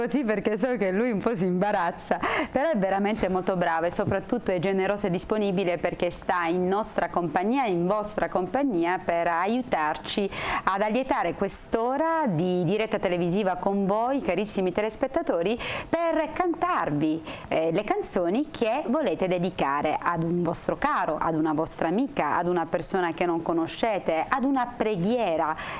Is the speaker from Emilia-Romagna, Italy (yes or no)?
no; Sicily, Italy; moved away; sono siciliana e voi sapete che io ultimamente sono stata in Sicilia